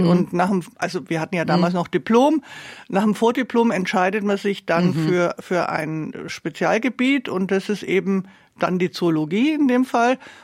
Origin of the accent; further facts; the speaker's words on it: Nuremberg, Bavaria, Germany; born there; Also genau, Nürnberg.